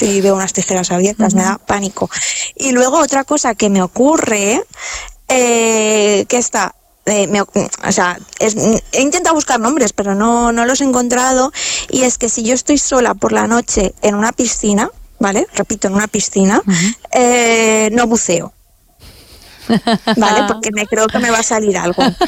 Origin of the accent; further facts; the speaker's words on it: Valencian Community, Spain; Es un olor que no me gusta nada. Y mira, qué raro, siendo valenciana.